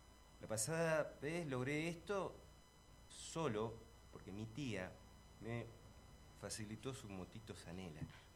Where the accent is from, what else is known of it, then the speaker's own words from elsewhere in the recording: Neuquén, Argentina; also born or lived in Sierra Grande, Río Negro; Nací en Sierra Grande, bueno, me fui criando en la provincia que está al ladito, en Neuquén.